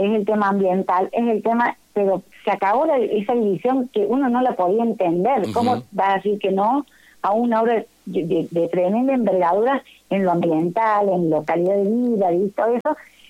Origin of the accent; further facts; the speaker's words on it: Almafuerte, Córdoba, Argentina; Somos el portal de Calamuchita